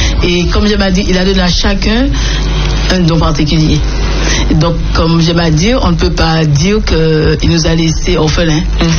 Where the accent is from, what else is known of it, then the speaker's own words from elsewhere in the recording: Martinique; born there; Et donc je fais partie de ceux qui sont nés en Martinique.